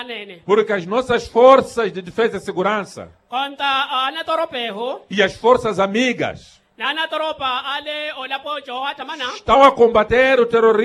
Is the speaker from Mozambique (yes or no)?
yes; Mozambique; todos nós como moçambicanos